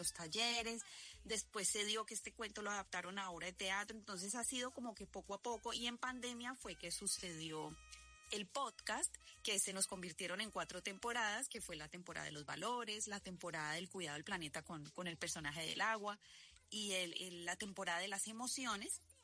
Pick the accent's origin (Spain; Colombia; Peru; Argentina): Colombia; Cali, Valle del Cauca; Yo soy de Cali